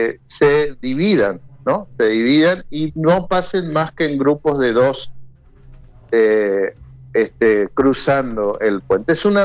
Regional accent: Corrientes, Argentina; somos vecinos de Corrientes, porque el puente abraza nuestra ciudad con el Chaco

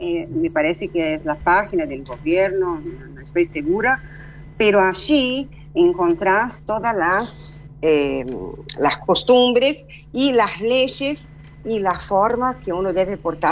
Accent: Brazil; nosotros brasileños vamos a estudiar, trabajar en Argentina

